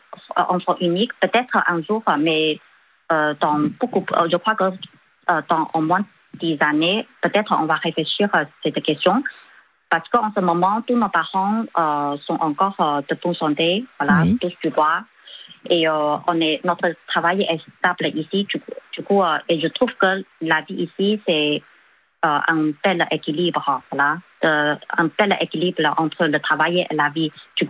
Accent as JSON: {"language": "French", "country": "China", "second_language": "French"}